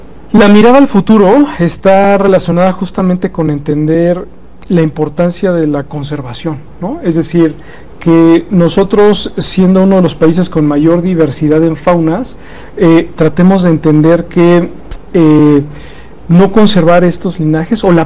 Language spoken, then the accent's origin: Spanish; Mexico; A veces como mexicanos, cuando estamos a lo mejor abrazando a un mezquite, no nos damos cuenta de lo antiguo que es ese organismo